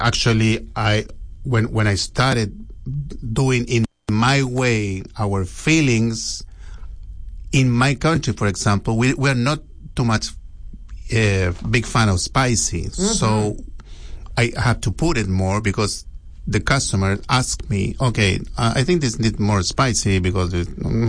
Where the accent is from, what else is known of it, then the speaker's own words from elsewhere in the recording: Chile; English is a second language; moved away as an adult; now in New Orleans, United States; I come from Chile. We came here 10 years ago.